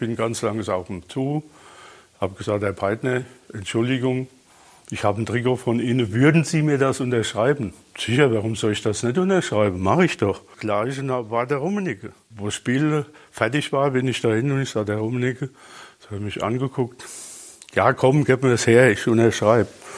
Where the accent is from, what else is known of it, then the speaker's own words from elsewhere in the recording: Rhineland-Palatinate, Germany; Und ich sagte, aus der Nähe von Mainz.